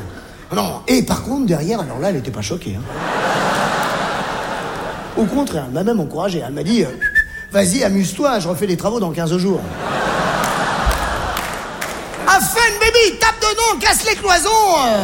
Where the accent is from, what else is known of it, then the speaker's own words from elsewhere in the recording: Algeria; born there; Je suis né en Algérie.